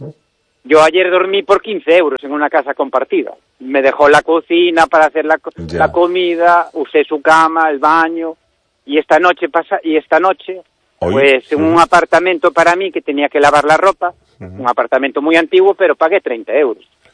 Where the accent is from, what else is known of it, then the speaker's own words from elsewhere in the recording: Spain; soy un deportista español